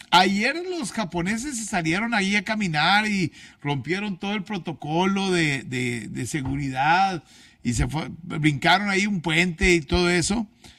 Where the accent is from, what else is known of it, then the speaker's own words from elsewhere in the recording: Mexico; ¿O es más lo que estamos haciendo de cobertura como mexicanos?